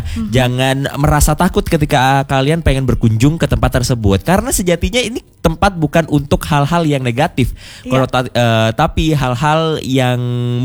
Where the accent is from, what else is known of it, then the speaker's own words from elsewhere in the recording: Madura, East Java, Indonesia; aku sebagai warga Madura